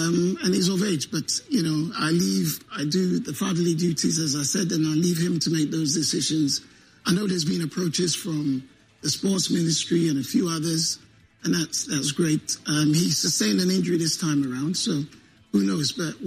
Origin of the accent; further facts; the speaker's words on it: Ghana; we're Ghanaian, of course, so he loves Ghana